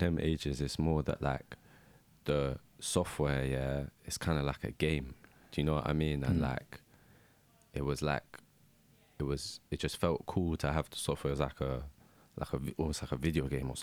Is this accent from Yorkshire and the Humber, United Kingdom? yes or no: no; London, United Kingdom; so I'm from Hackney.